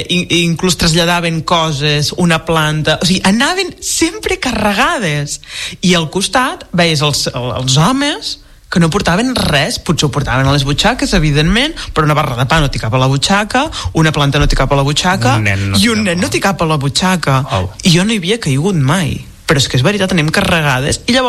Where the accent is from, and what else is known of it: Blancafort, Catalonia, Spain